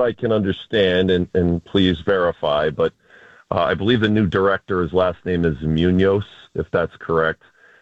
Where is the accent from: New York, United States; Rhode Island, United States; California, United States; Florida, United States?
Rhode Island, United States; East Greenwich; I'm from East Greenwich